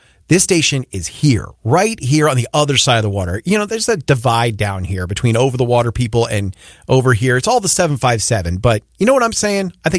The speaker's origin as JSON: {"language": "English", "town": "Yorktown", "region": "Virginia", "country": "United States", "tie": "born or raised there", "said": "when I grew up in Yorktown"}